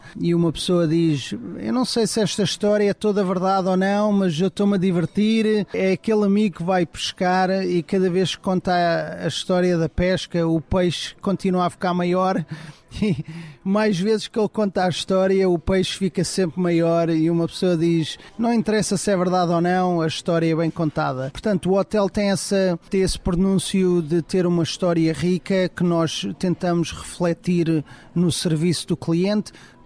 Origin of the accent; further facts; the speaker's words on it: Portugal; moved away as an adult; now in West Palm Beach, United States; eu cresci também em Portugal, nós somos um país de futebol